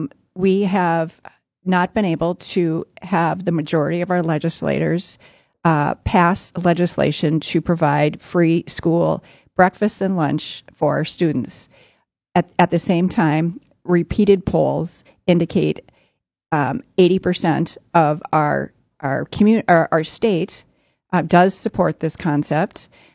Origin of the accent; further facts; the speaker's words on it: North Dakota, United States; representing so many voices across my home state of North Dakota.